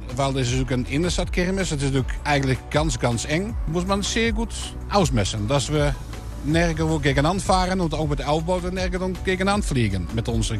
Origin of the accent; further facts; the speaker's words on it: Roermond, Limburg, Netherlands; German is a second language; Ich komme selbst aus Roermond